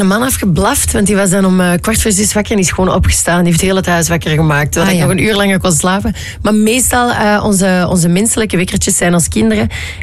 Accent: Netherlands; En voor de rest ben ik een Nederlander, hè, in hart en nieren.

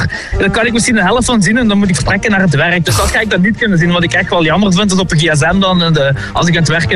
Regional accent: Maasmechelen, Limburg, Belgium; Ik heb zelf in de jeugd begonnen bij Juve. Dat is bij ons in Maasmechelen.

